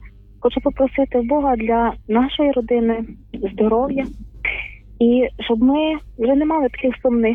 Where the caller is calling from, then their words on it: Lviv, Lviv Oblast, Ukraine; Я зі Львова вам телефоную.